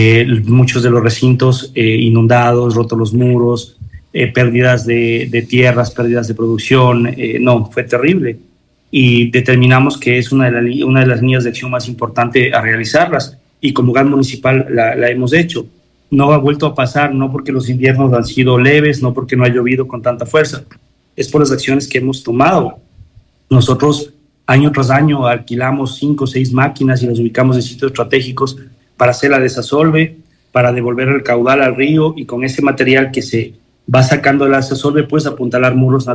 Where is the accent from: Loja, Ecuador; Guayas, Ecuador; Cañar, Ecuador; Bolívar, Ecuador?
Bolívar, Ecuador; Guaranda; moved away as an adult; now in Quinsaloma, Ecuador; Yo de donde vengo, yo soy guarandeño de nacimiento, estuve en Guaranda hasta que cumplí 19 años y conocí con Quinsaloma y creí en esta tierra y me volví hijo de aquella.